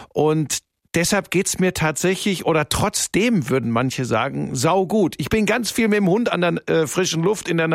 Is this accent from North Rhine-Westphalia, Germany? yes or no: yes; Bottrop, North Rhine-Westphalia, Germany; born there; moved away as an adult; now in Munich, Germany; Ja, ich bin geboren in Bottrop.